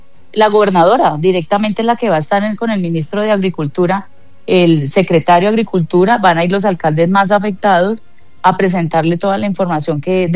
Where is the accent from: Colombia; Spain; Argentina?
Colombia